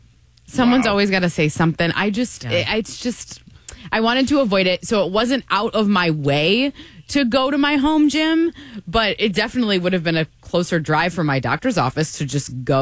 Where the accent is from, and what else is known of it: Michigan, United States; born or raised there